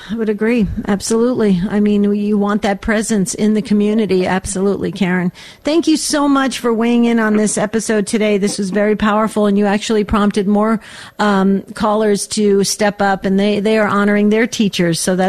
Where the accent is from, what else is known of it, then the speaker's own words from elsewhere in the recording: West Caldwell, New Jersey, United States; I'm from West Caldwell. So, yeah, I have to tell you, in Jersey, we were blessed with so many different orders of nuns